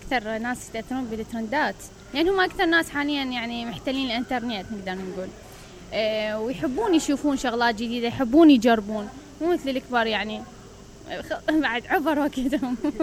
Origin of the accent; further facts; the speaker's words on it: Iraq; واحنا كعراقيين